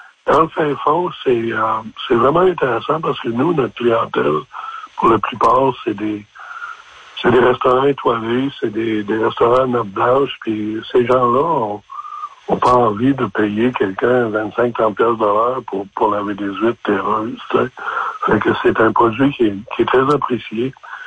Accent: New Brunswick, Canada; also born or lived in Gaspésie; now in Anticosti, Canada; je suis un immigrant au Québec. Je viens du Nouveau-Brunswick à l'origine, puis j'ai passé énormément de temps en Gaspésie avant de venir à Anticosti.

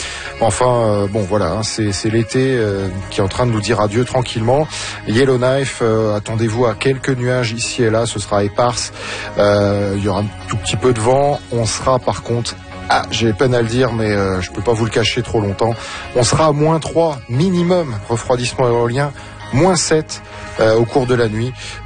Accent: France; now in Alberta, Canada; moi je viens de France

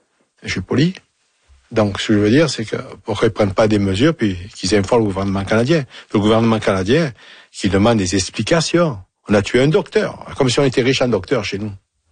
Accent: Marseille, Provence-Alpes-Côte d'Azur, France; avec mon accent, je suis à de Marseille, bien sûr.

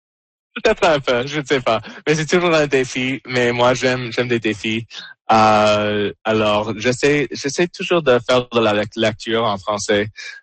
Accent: Newfoundland and Labrador, Canada; ce petit morceau de la France à côté de chez nous à Terre-Neuve.

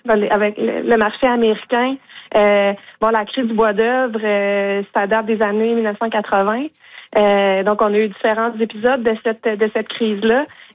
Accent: Quebec, Canada; parce que je suis québécoise

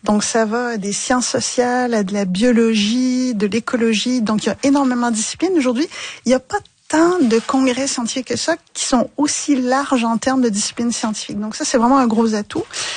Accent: Trois-Rivières, Quebec, Canada; moved away as an adult; now in Paris, France; je suis une diplômée de l'UQTR. J'ai grandi à Trois-Rivières.

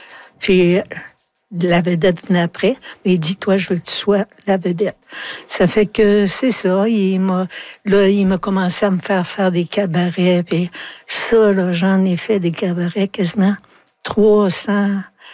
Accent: Quebec, Canada; now in Montreal, Canada; chez nous, en Abitibi, on est proche des gens, tu sais. Quand je suis arrivée à Montréal, je trouvais que les gens, ils se parlaient pas

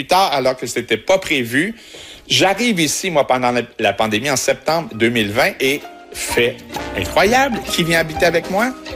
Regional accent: Matane, Quebec, Canada; born there; also born or lived in Montreal; je suis né à Matane. J'habite à Matane après un long détour à Montréal.

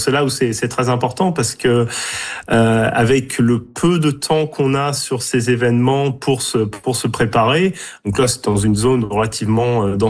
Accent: Normandy, France; moved away

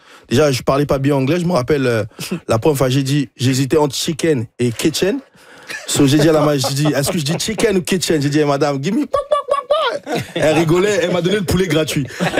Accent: DR Congo; Partie prenante de la vie chez nous au Congo. Je vous dis, dans chaque rue, il y a une église, il y a un bar, il y a une discothèque, la musique est partout.

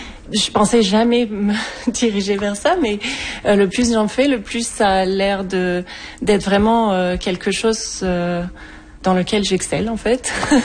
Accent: south of France, France; also born or lived in Belgium; Mais nous sommes partis de la Belgique et nous avons été vivre dans le sud de la France. Voilà, donc j'ai fait mes études là avec un professeur privé.

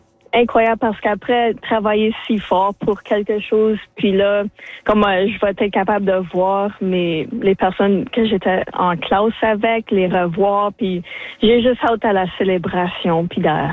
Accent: Sudbury, Ontario, Canada; Comme je suis de Sudbury, donc toujours être avec l'aspect minier, puis ça m'a toujours intéressé.

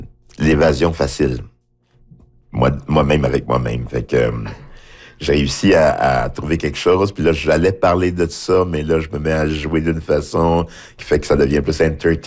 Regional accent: Haiti; Je sais pas, oui, je viens d'Haïti, mais je suis en Haïti, mais qu'est-ce que ça veut dire?

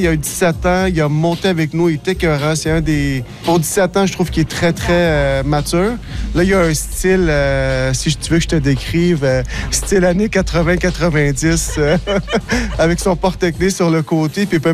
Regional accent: Verdun, Quebec, Canada; J'ai grandi dans Verdun. Je connais les difficultés que les Verdunois ou que les jeunes y ont eues.

